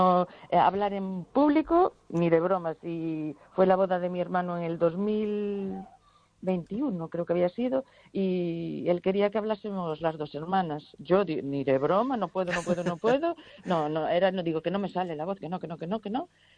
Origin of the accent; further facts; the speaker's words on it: Cortegada, Galicia, Spain; En Cortegada queremos hacer algo, en mi pueblo